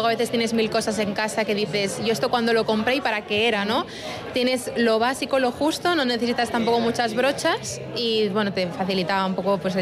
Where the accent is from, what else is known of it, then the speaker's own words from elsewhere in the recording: Mediterranean coast, Spain; yo soy del Mediterráneo, pero soy blanca, o sea, soy muy, muy pálida.